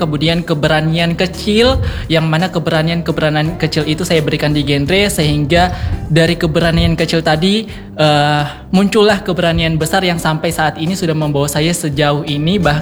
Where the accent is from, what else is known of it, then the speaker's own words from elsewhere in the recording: Central Sulawesi, Indonesia; di kampung saya, khususnya di Kabupaten Parigi Mutong sana